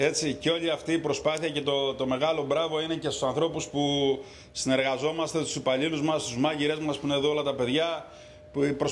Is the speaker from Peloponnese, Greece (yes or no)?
no; Crete, Greece; εμάς η λέξη φιλοξενία στην Κρήτη είναι βίωμα, είναι τρόπο ζωής.